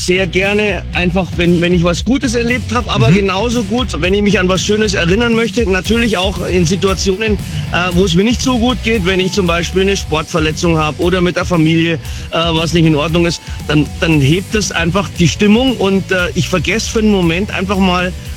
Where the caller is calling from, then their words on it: Ottenhofen, Bavaria, Germany; Ich komme aus Ottenhofen in der Nähe von München.